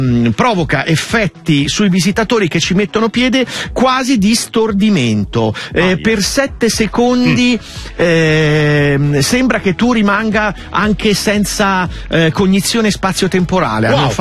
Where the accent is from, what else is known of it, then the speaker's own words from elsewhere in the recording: Umbria, Italy; essendo io umbro